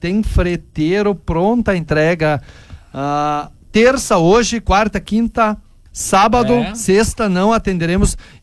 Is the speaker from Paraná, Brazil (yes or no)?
no; Palmitos, Santa Catarina, Brazil; born there; now in Salvador do Sul, Brazil; Eu sou nascido em Palmito, Santa Catarina. Eu sou catarinense, mas de coração eu sou gaúcho, sou salvadorense.